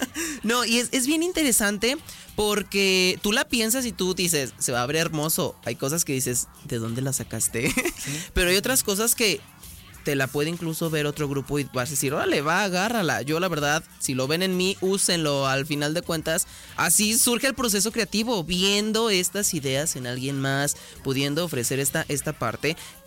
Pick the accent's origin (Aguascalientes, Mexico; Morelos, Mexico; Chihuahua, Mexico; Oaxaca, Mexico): Aguascalientes, Mexico; born there; la traemos tatuada desde que decimos somos hidrocálidos. Así es. Nacimos en Aguascalientes.